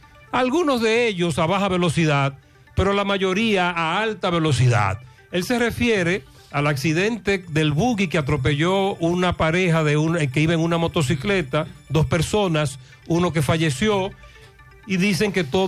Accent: Dominican Republic; un servidor nació y se crió hasta los 19 años en esa calle, muy cerca de donde ocurrieron estos robos en el día de hoy. Eché los dientes ahí, es decir, nacido y criado en esa calle

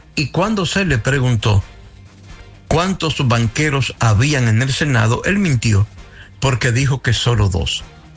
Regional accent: Dominican Republic

